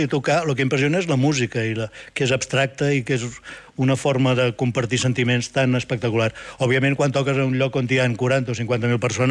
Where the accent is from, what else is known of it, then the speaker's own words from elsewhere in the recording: Barcelona, Catalonia, Spain; moved away as an adult; now in Vic, Spain; Sí, soc nascut a Vic. Nascut a Vic. Criat a Barcelona i retornat a Vic.